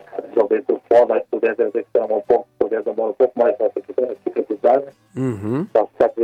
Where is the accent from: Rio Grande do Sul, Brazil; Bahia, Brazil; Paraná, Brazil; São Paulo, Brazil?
São Paulo, Brazil; Atibaia; Eu sou de Atibaia.